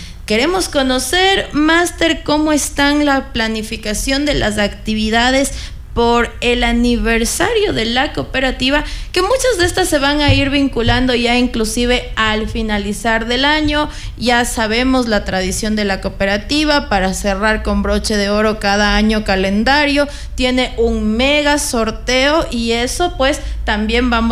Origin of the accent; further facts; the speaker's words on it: Riobamba, Chimborazo, Ecuador; los riobambeños